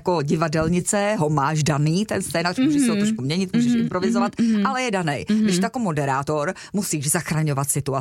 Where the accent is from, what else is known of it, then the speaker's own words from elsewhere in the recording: Ústí nad Labem Region, Czechia; K Ploskovicím mám velmi blízko, jako Severočech a Buchlovice, tam jsem hrála na svatbě a musím říct nádherný místo.